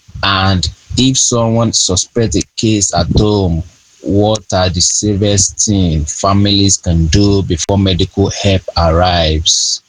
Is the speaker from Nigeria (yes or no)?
yes; Lagos, Nigeria; Hello, everyone all over the world. … from Lagos, Nigeria.